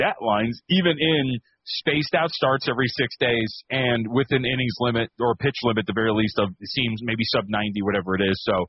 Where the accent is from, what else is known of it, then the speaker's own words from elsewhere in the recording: Las Vegas, Nevada, United States; growing up in Vegas, there's not that many trees